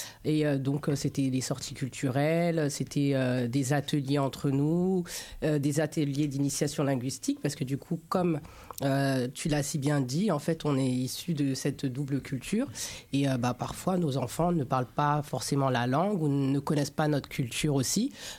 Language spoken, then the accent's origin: French; Paris, Île-de-France, France; moi je suis une parisienne née dans le 18e.